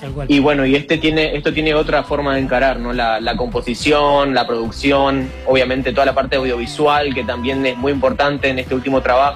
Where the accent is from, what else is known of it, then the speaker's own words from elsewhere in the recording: Corrientes, Argentina; moved away as an adult; now in Santa Fe, Argentina; más de 7, 8 años capaz, desde que me mudé a Santa Fe. Yo soy de Corrientes Capital, me mudé a estudiar música acá